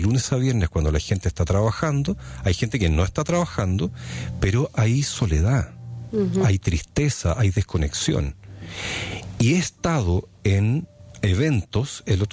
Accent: southern Chile, Chile; moved away; yo soy chileno, yo soy de la parte austral

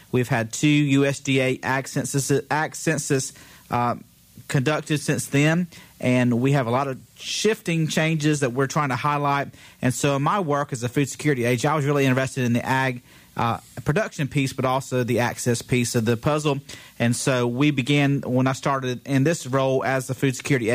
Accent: Carteret County, North Carolina, United States; moved away as an adult; also born or lived in Buncombe County, North Carolina; I've lived other places. I grew up in Carteret County, where commercial fishing and seafood is big and looms large, and maybe some of those larger production field crops is looming large. I used to live in Buncombe County as well, where you see a lot of tomato production, cattle, those sorts of things.

